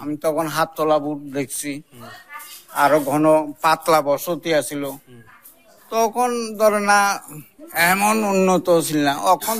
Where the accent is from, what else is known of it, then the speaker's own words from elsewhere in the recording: Jolaibari, Tripura, India; আমি 55-তে জোলাইবাড়িতে আছি।